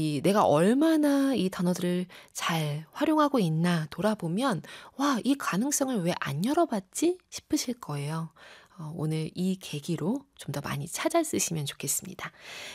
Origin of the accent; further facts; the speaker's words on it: South Korea; 제가 한국인이어서가 아니라